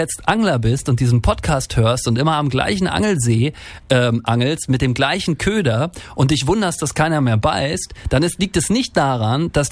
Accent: Rostock, Mecklenburg-Vorpommern, Germany; Früher habe ich viel geangelt in meiner Jugend. Yeah? Und in Rostock noch, wo ich groß geworden bin.

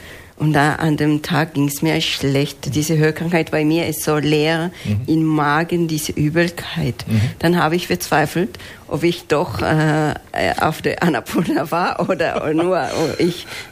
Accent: Huaraz, Ancash, Peru; German is a second language; moved away as an adult; now in Karlsruhe, Germany; Kindergarten war im Dorf, wo ich aufgewachsen bin. Mhm. Dann kam die Schule, diese 5.000er, mhm, 6.000er, mhm, in den Anden.

